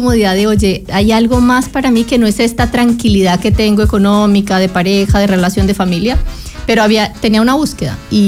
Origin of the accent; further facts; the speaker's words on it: Colombia; now in Chile; yo soy colombiana y hace 17 años en Colombia